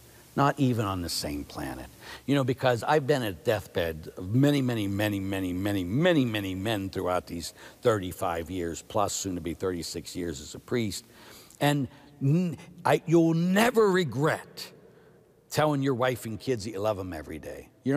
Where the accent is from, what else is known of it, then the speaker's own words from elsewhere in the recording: Ireland; Or Father, I'm Irish, we do it when we're drunk.